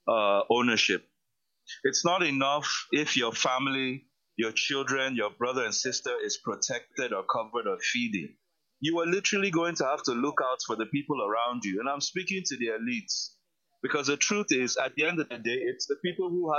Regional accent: Nigeria; we as Nigerian citizens

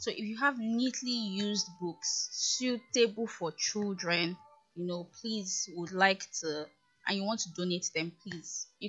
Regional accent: Lagos, Nigeria; also born or lived in Ebonyi; because I grew up in Ajigule.

